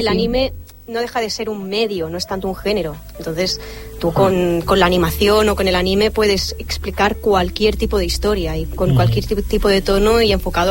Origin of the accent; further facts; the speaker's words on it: Catalonia, Spain; nosotros que nos hemos criado con toda... Somos esta generación del Super 3, el 3XL